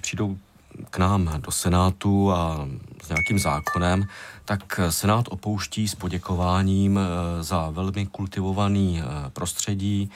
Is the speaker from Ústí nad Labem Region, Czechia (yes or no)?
no; Vysočina Region, Czechia; já jsem hrdý z Vysočiny, takže já to teď zmiňuji takhle široce.